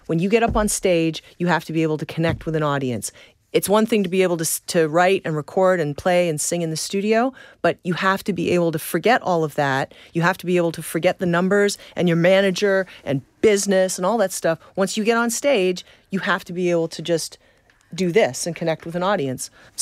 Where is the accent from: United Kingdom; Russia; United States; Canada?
Canada; You know, I'm from Canada.